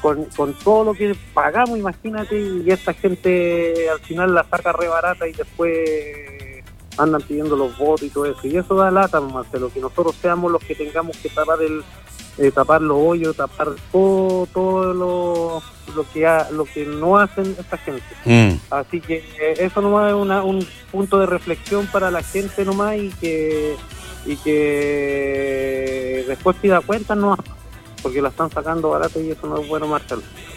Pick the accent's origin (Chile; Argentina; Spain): Chile; somos los chilenos